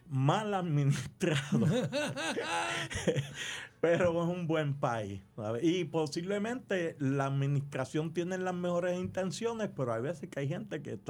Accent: Puerto Rico; yo soy boricua

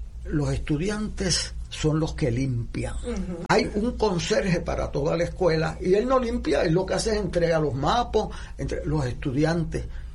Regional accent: Puerto Rico; soy puertorriqueño

